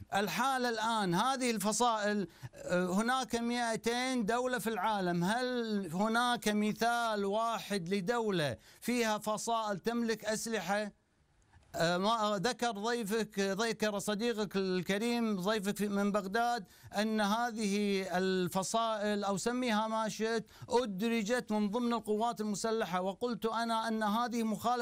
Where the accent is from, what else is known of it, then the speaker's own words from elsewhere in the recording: Kuwait; أنا كويتي